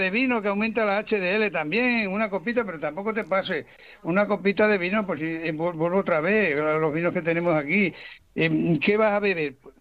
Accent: Robledillo de Gata, Extremadura, Spain; Aquí, bueno, voy a yo soy de Robledillo de Gata.

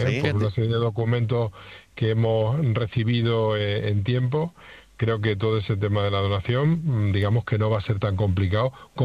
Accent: Badajoz, Extremadura, Spain; los que tenemos ya mucha edad y los que hemos crecido en esta ciudad

